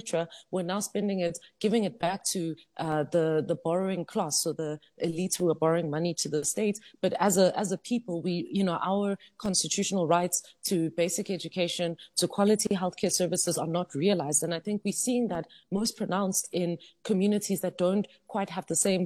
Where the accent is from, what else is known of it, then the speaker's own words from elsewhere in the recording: Emalahleni, Mpumalanga, South Africa; I think about where I grew up in Emalahleni in Witbank. Yes, it's a coal mining town and it's well known for that.